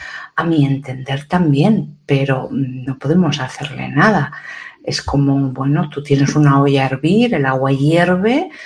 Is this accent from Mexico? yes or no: no; Ukraine